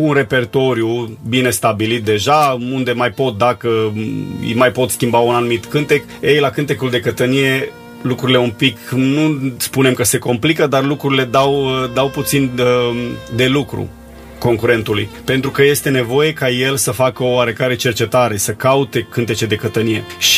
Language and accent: Romanian; Romania; pentru noi ca români.